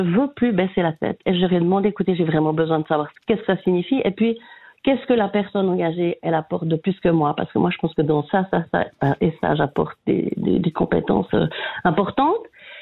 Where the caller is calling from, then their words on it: Fribourg, Switzerland; J'appelle de Fribourg.